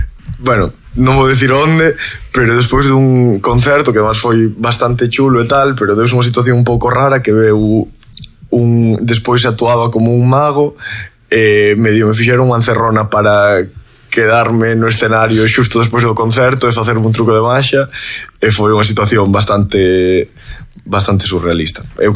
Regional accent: Galicia, Spain; son galego, falo galego, fai música en galego.

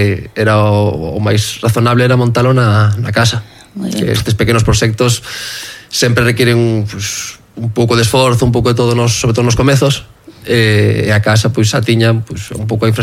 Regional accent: Portal, Galicia, Spain; Son daqui do Portal, levo toda a vida aquí

